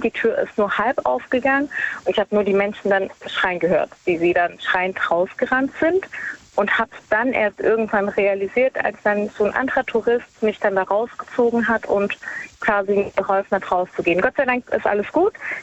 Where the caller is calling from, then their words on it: Baden-Württemberg, Germany; Ich komme aus der Nähe von Stuttgart.